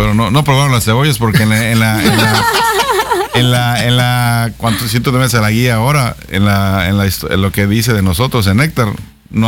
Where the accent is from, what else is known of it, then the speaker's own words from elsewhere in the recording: Yucatán, Mexico; me enorgullezco de como yucateco, de dónde estoy